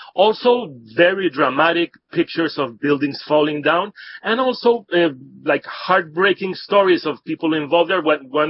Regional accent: Cali, Valle del Cauca, Colombia; That's right. I am from Cali. Cali is a very large city, around 3 million people in its metropolitan area

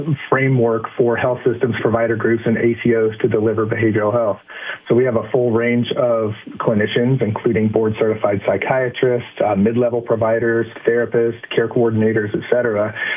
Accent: Illinois, United States; my home state of Illinois

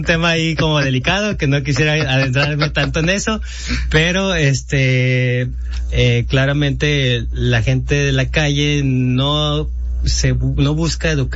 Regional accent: Morelos, Mexico; born there; moved away; also born or lived in Guadalajara; No, yo nací en el estado de Morelos, pero mi formación artística la obtuve en Guadalajara.

